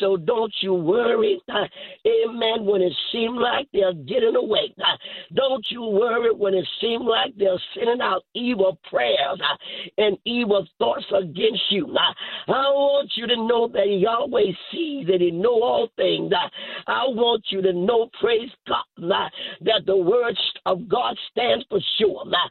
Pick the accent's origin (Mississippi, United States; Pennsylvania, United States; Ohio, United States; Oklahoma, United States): Mississippi, United States; moved away; Down there in Mississippi. Hallelujah. Where my hometown is.